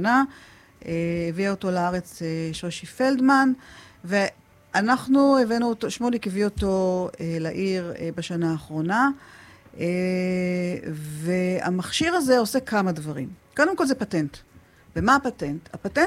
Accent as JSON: {"language": "Hebrew", "town": "Eilat", "region": "Southern District", "country": "Israel", "tie": "born or raised there", "said": "ההורים שלי הגיעו לפה ב-1960, אני נולדתי ב-1965, סבתא שלי, זיכרונה לברכה … הייתה גננת פה, עוזרת לגננת, גידלה את מיטב הגברברים פה באילת"}